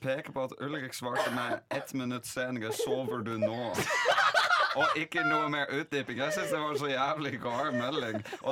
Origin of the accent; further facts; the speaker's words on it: Netherlands; moved away; Jeg er fra Nederland. Jeg er det man kaller spicy white.